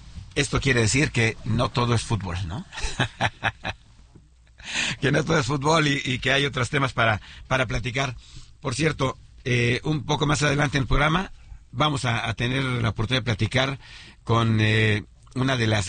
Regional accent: Mexico

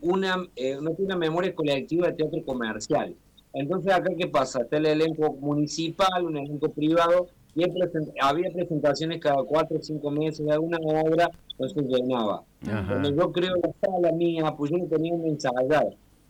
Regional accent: Villa del Rosario, Córdoba, Argentina; yo soy oriundo de Villa del Rosario, amo mi ciudad.

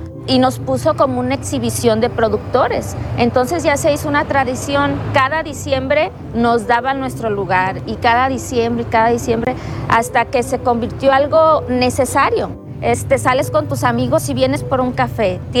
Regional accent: Compostela, Nayarit, Mexico; born there; also born or lived in Michoacán; Nosotros veníamos de Michoacán. Mi papá es maestro y se va a Michoacán, se casa con mi mamá y regresamos a vivir a Nayarit.

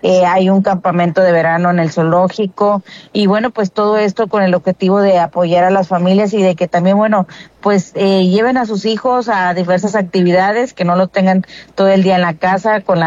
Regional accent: Mexico; la manera de podernos unir como mexicanos

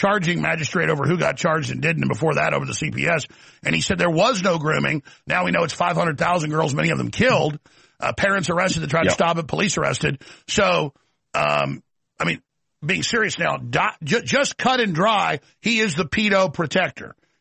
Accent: Texas, United States; accent: Texas; I'll do it in my real Texas accent.

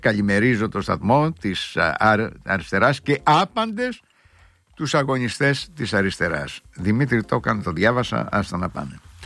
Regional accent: Lasithi, Crete, Greece; στο χωριό μου στην Κρήτη, στο Λασίθι

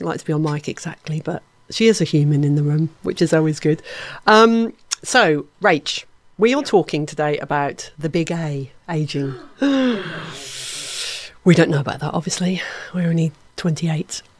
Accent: Great Yarmouth, East of England, United Kingdom; when we were growing up around Great Yarmouth

